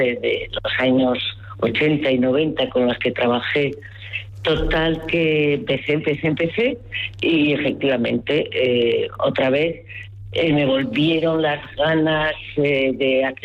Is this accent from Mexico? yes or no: no; San Sebastián, Basque Country, Spain; moved away as an adult; also born or lived in New York; en San Sebastián, en mi ciudad natal, vamos, donde yo vivo